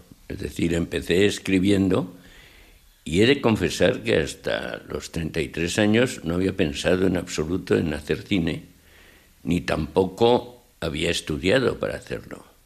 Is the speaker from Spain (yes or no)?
yes; Asturias, Spain; now in Madrid, Spain; Bueno, ahora me encuentro en Madrid, como estás viendo, pero vengo de Asturias y me gustaría volver a rodar allí.